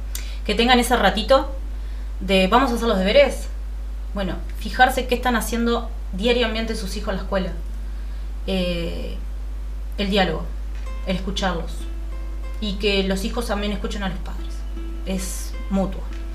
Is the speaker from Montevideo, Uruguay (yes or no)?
no; Minas, Lavalleja, Uruguay; moved away as an adult; yo me podría haber formado en Minas, de donde soy. O me podría haber formado en Pando, que mi madre vive cerca.